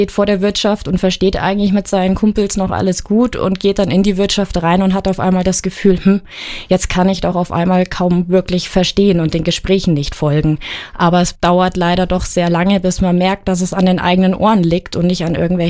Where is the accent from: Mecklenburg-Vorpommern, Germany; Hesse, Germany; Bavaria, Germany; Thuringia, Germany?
Bavaria, Germany; Garmisch-Partenkirchen; Ich bin selbstständige Hörakustikerin in Garmisch-Partenkirchen, meinem Heimatort, und habe da im Mai letzten Jahres mein Fachgeschäft für Hörakustik aufgemacht.